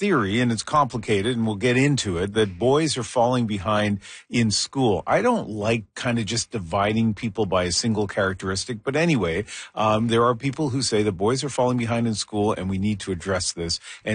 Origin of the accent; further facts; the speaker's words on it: East Coast, Canada; moved away as an adult; now in Vancouver, Canada; So I grew up on the East Coast, and I didn't come out here until I was in my late 20s.